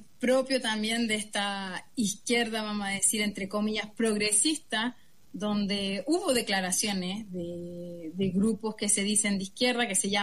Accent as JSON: {"language": "Spanish", "country": "Chile", "moved": "yes", "lives_now": "France", "said": "soy chilena y sigo las noticias chilenas"}